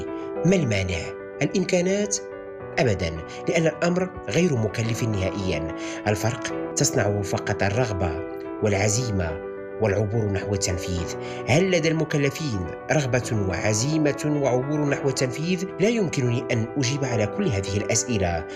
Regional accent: Sefrou, Fès-Meknès, Morocco; بلدتي صفر التي كبرت فيها

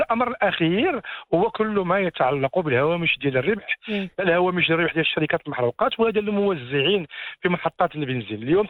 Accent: Morocco

